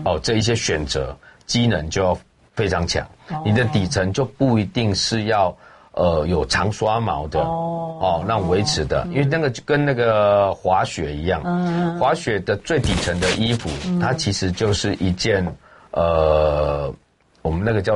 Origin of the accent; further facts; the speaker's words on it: Penghu County, Taiwan; 我们像我们澎湖人，我们澎湖有三个太阳